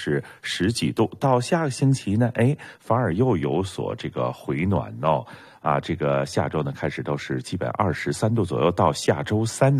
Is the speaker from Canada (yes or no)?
yes; Canada